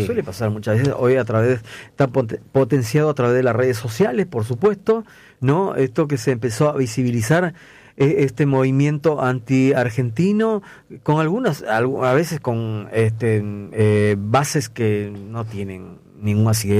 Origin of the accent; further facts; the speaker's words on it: Peru; en mi país también pasa lo mismo. Digo, entre las tres regiones que tenemos, las bien marcadas, que va de punta a punta, hay mucha diferencia. Mucha diferencia y mucha discriminación. Viste, uno de la sierra nunca se casa con un negro, un afroperuano